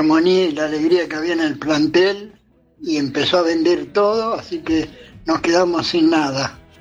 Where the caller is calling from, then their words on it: Bernal, Buenos Aires Province, Argentina